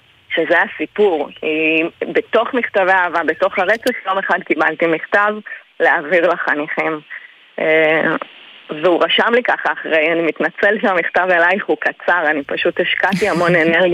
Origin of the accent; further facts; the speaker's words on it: Ein Gedi, Southern District, Israel; גדלתי בעין גדי ויצאתי וחזרתי תנועה כזאת טבעית של פריפריה, חזרתי לקיבוץ